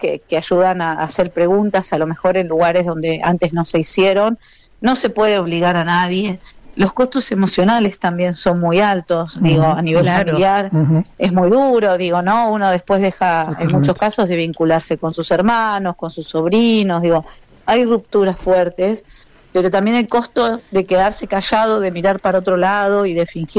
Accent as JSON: {"language": "Spanish", "country": "Argentina"}